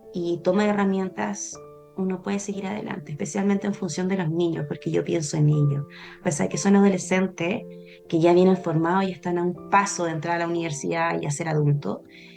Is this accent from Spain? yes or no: no; Santiago, Santiago Metropolitan Region, Chile; moved away as an adult; now in Chillán, Chile; Me vine a Chillán a estudiar porque soy de allá de Santiago. Me vine acá a la Universidad Adventista, bien que es una universidad confesional que está relacionada con la fe que yo profeso. Y ya llevo 15 años